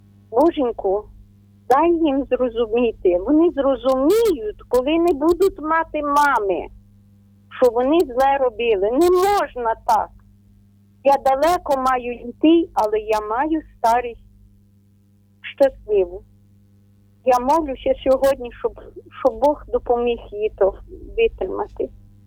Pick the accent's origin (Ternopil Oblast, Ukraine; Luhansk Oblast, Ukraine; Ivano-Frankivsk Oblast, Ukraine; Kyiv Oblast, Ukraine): Ternopil Oblast, Ukraine; Доброго вечора. Ми з України. Так, ми з України, як попередньо казала. Ми Україну любимо. Тернопільщина